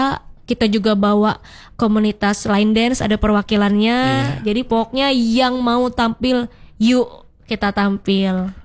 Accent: Kalimantan, Indonesia; culture kita sendiri sebagai orang Dayak, orang Indonesia

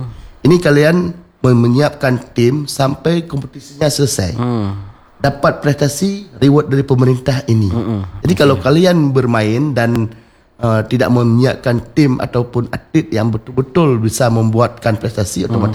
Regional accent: Aceh, Indonesia; kita Aceh juga terdampak bencana.

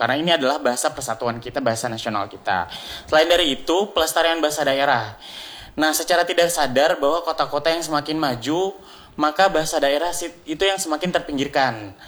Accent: Tidore, North Maluku, Indonesia; also born or lived in Southeast Sulawesi; Cuman besar di Maluku Utara, di Tidore. Jadi memang terpapar di bahasa daerah di sana

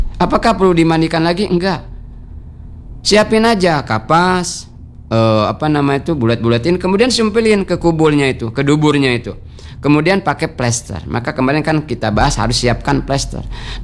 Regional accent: Bangka Belitung Islands, Indonesia; Wajahnya ketak, kata kita orang Bangka, yang terbuka, enggak boleh ditutup, ya.

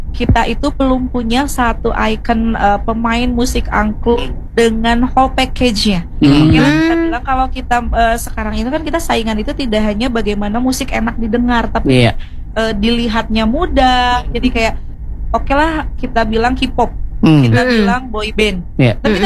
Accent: West Java, Indonesia; Nah, kita orang Sunda punya nada sendiri namanya daminatilada.

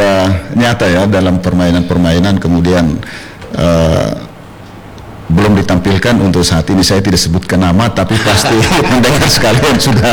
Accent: Maluku, Indonesia; kita orang KI, suku KI

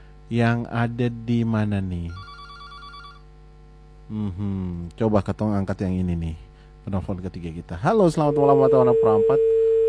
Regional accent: Ambon, Maluku, Indonesia; kita orang Ambon manis-manis kan, hitam manis.

